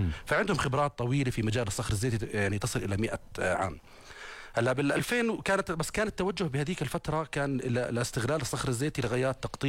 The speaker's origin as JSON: {"language": "Arabic", "country": "Jordan", "said": "موجوده عندنا في الاردن."}